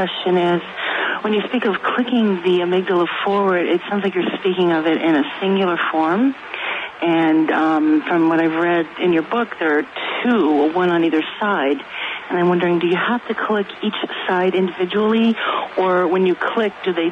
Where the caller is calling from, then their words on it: San Francisco Bay Area, California, United States; calling from San Francisco Bay Area.